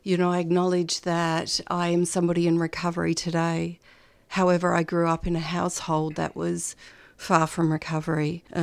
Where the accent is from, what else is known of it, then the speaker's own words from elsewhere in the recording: Melbourne, Victoria, Australia; also born or lived in Sydney; So I was born in Sydney. We came down to Melbourne when I was two.